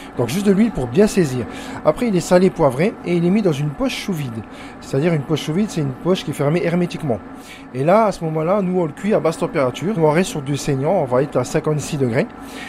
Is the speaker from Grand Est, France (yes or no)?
yes; Grand Est, France; on a des très bonnes viandes chez nous en Lorraine